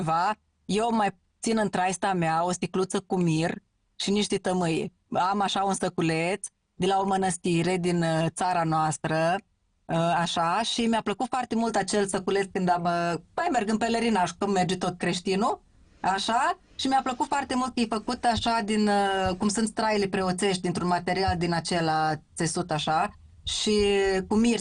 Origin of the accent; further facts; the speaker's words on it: Sadova, Suceava County, Romania; sunt fată din Sadova.